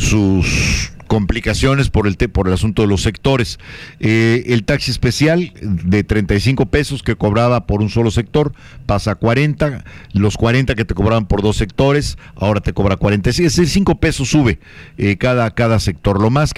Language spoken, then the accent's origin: Spanish; Tabasco, Mexico; esa buena onda que somos los tabasqueños